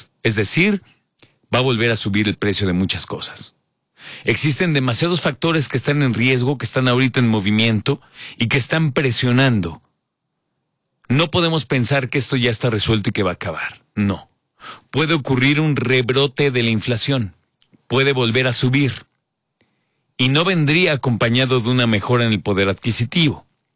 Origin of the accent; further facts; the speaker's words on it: Mexico; como mexicanas y mexicanos